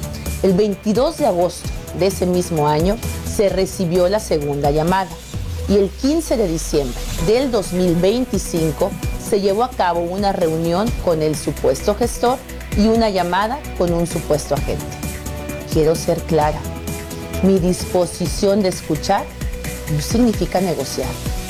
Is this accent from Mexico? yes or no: yes; Mexico; Como mujer mexicana y como gobernadora, siempre defenderé nuestra soberanía.